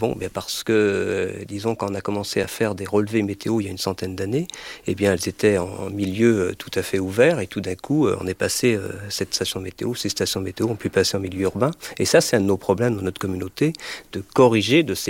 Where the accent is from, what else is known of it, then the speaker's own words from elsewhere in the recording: Janzé, Brittany, France; Jansé en Ille-et-Vilaine, et le temps était vraiment le problème de tous les jours pour les moissons, pour j'ai vécu tout ça dans ma jeunesse.